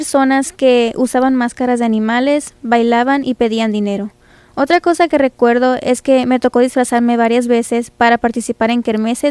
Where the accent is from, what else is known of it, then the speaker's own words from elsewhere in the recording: Ciudad Obregón, Sonora, Mexico; now in California, United States; Yo recuerdo que en Ciudad Obregón, Sonora, el clima era muy caluroso.